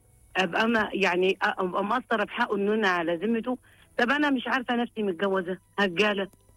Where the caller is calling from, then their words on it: Upper Egypt, Egypt; accent: Sa'idi; انا صعيدة.